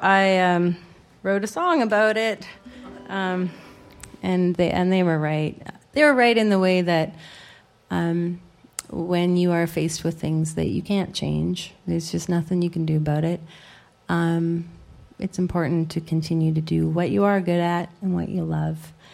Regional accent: Quill Lake, Saskatchewan, Canada; moved away; And I grew up on the prairies. I grew up near Quill Lake, Saskatchewan. So, I mean, I knew the country and knew what winter was like out there.

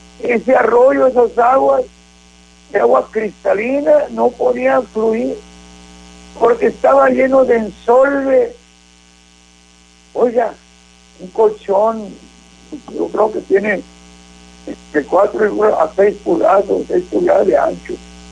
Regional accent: Mexico; yo me crié en Río Bravo

